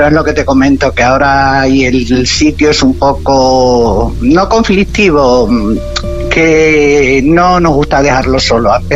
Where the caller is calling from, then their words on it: Cáceres, Extremadura, Spain; de Cáceres, Extremadura.